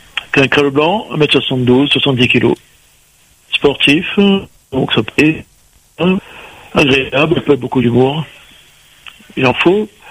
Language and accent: French; Saint-Pierre, Réunion; Ben, une … du Sud, hein, parce que je suis du Sud, sur Saint-Pierre.